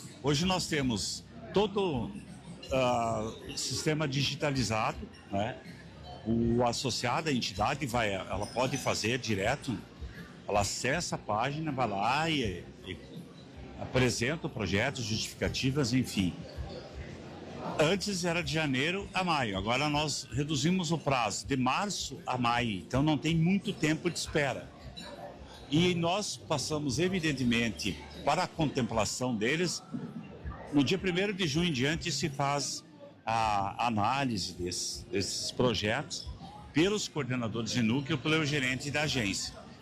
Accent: Brazil; nós, enquanto brasileiros

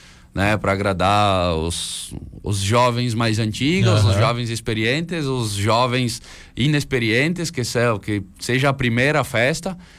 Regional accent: Coronel Pilar, Rio Grande do Sul, Brazil; sou de Coronel Pilar.

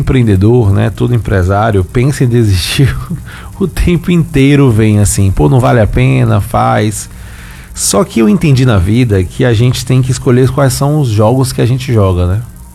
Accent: Santo Antônio de Jesus, Bahia, Brazil; moved away as an adult; now in Salvador, Brazil; lá eu fui criado em Santo Antônio de Jesus

